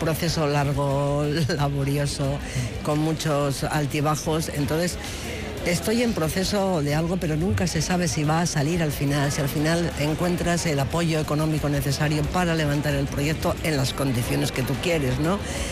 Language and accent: Spanish; Zaragoza, Aragon, Spain; He venido con mi marido y soy de Zaragoza también.